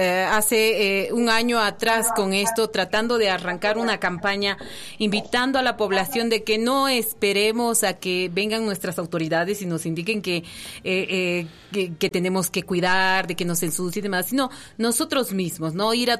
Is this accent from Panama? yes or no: no; San Luis Potosí, Mexico; como buenos potosinos que somos